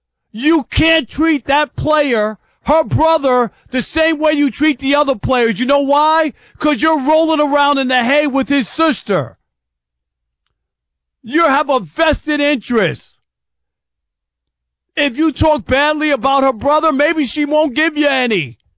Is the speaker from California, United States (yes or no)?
no; New York, United States; born or raised there; now in San Antonio, United States